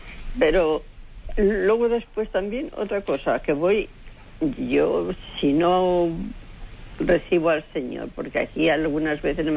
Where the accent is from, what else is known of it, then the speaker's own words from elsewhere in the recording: Madrid, Community of Madrid, Spain; soy aquí de Madrid.